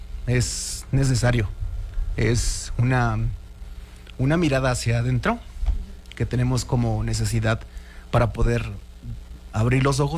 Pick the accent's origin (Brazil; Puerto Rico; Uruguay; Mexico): Mexico; desde una perspectiva de derecho, como mexicanos, quisimos justamente compartir nixtamal, masa y tortillas